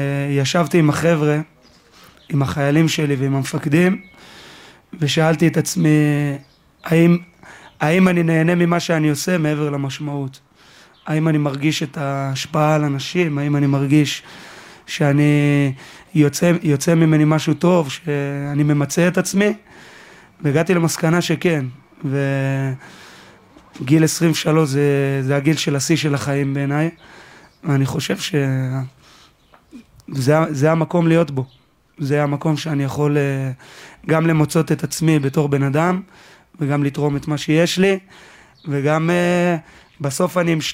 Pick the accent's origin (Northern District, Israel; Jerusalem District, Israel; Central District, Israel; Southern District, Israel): Central District, Israel; Kfar Saba; מכפר סבא, בן 23